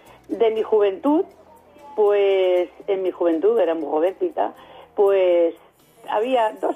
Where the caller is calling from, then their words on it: Sabadell, Catalonia, Spain; del Sabadell.